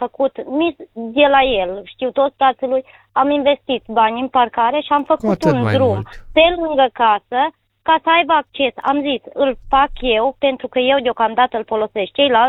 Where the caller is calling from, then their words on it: Borșa, Maramureș County, Romania; din Borșa Maramureș.